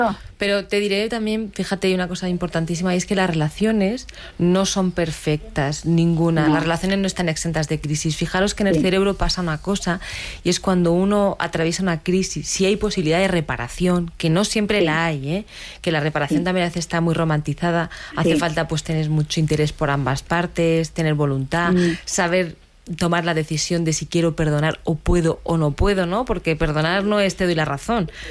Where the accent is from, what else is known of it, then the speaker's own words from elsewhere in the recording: Águilas, Region of Murcia, Spain; born there; Yo soy nacida en Águilas